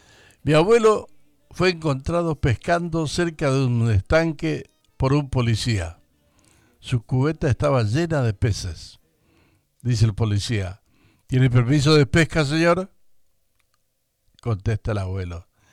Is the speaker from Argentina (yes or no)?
yes; Balcarce, Buenos Aires Province, Argentina; Yo no soy de estos pagos, soy de Balcarce, donde bailan los gauchos hasta cansarse.